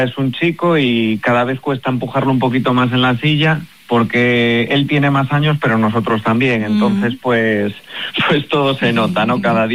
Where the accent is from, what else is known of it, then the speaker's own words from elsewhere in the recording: Galicia, Spain; nosotros somos gallegos